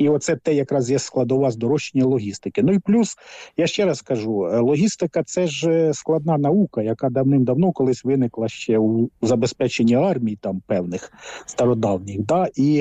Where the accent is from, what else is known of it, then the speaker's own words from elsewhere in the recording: Romny, Sumy Oblast, Ukraine; от мої рідні Ромни, там от 7 шахедів розбомбили